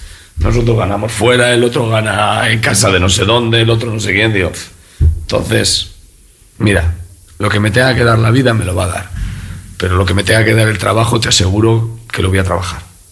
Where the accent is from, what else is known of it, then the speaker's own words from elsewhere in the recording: Castile, Spain; Siendo muy castellano